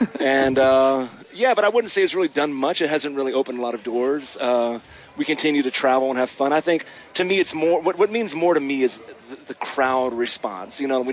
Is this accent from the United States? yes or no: yes; Eunice, Louisiana, United States; now in Lafayette, United States; Yeah, I'm from Eunice originally